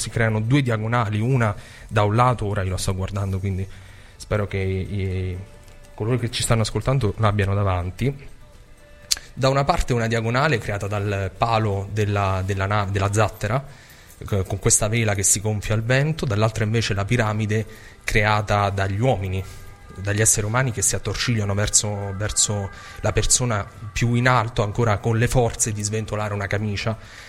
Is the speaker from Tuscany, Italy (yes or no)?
no; Abruzzo, Italy; Io sono abruzzese, anche lui nei suoi dipinti è la realtà